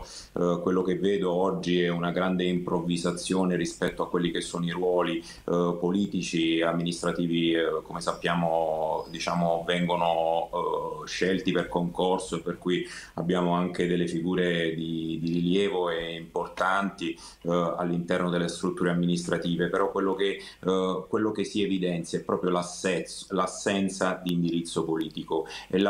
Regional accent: Taranto, Apulia, Italy

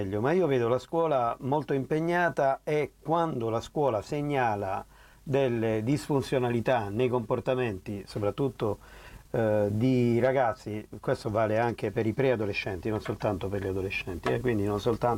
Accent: Apulia, Italy; Manduria, dalle nostre parti

